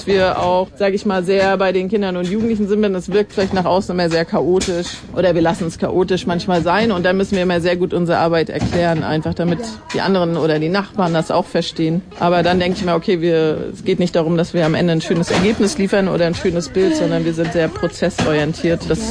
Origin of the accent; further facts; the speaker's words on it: Northern Germany, Germany; Ich komme aus dem Norden, also die ist komplex.